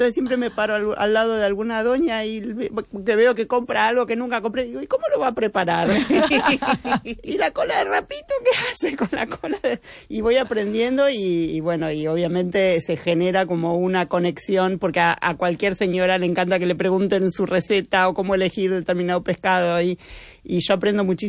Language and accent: Spanish; Canada; Spanish is a second language; Y en Canadá, de donde soy, es que comida es, bueno...